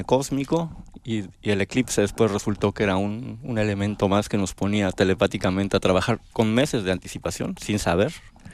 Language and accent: Spanish; Mexico City, Mexico; born there; now in Oaxaca, Mexico; Nací en Ciudad de México, pero vivo en Oaxaca desde el 94 del siglo pasado